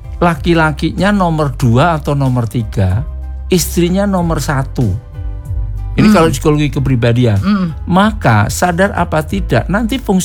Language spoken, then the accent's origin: Indonesian; Java, Indonesia; Apalagi saya Jawa, istri saya orang Ambon.